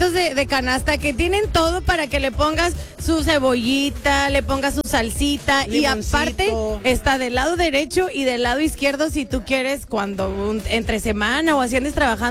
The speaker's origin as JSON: {"language": "Spanish", "country": "Mexico", "said": "algo que nos representa mucho como a mexicanos"}